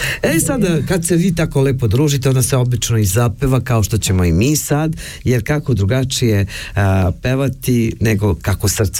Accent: Pomoravlje District, Serbia; Nego sela, planine i taj naš kraj dolazi iz Levča, tako se zove region, odakle sam ja.

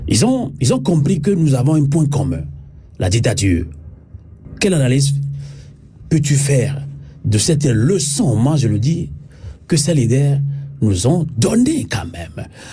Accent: Togo; Franchement, en tant que Togolais, c'est pourquoi, d'ailleurs, il y a des fois, je n'aime pas dire certaines choses en français.

